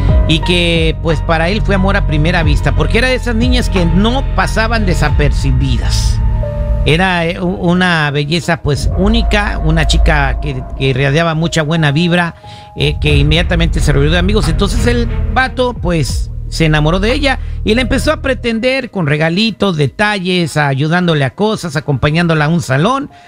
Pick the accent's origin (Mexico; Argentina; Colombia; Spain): Mexico; Morelia, Michoacán; moved away; Nací aquí, pero crecí allá en Morelia, Michoacán, viví en la colonia Centro